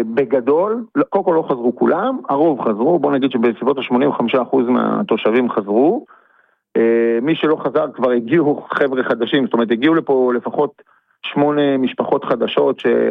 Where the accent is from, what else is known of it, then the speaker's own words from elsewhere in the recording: Tzofit, Central District, Israel; born there; moved away as an adult; also born or lived in Jerusalem; now in Hanita, Israel; אני נולדתי בכלל בירושלים, ורוב חיי גרתי בכלל ממושב צופית, ליד כפר סבא בשרון